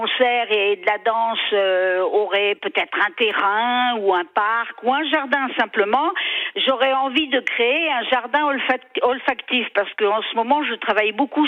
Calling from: Pays de la Loire, France; moi, j'habite en Vendée et j'habite tout près de la mer, en fait, dans un endroit relativement bien.

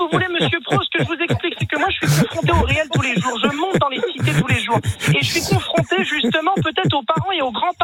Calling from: Lagny-sur-Marne, Île-de-France, France; Je vis à Lagny-sur-Marne, juste à côté de chez vous.

